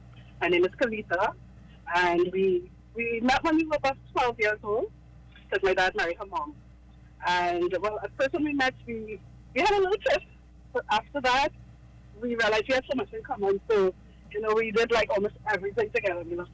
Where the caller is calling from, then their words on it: Arima, Trinidad & Tobago; I'm calling you from Rima area.